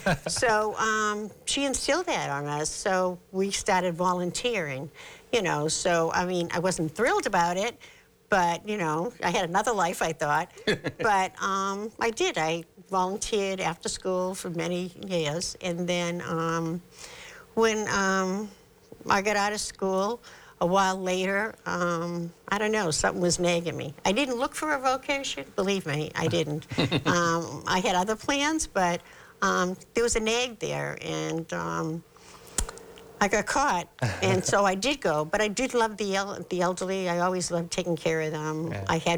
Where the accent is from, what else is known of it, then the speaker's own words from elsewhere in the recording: Boston, Massachusetts, United States; I was born and raised in South Boston. Okay. I was from the D Street Project, which I'm very proud of.